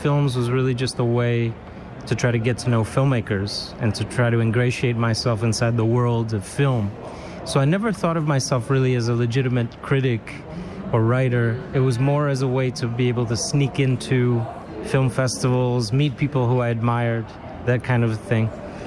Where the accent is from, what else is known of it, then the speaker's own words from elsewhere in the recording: São Paulo, Brazil; moved away; also born or lived in United States / Europe; I was born in Sao Paulo. It's my city. I have four generations of family here. But I lived in the U.S. for a long time. I lived in Europe.